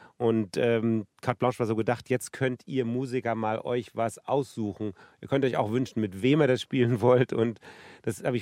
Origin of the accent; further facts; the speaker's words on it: Berlin, Germany; Ein Album zu meiner Jugend in Ost-Berlin.